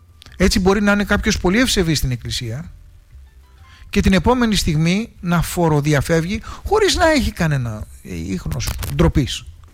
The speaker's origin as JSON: {"language": "Greek", "country": "Greece", "said": "Είμαστε Ορθόδοξοι επειδή είμαστε Έλληνες."}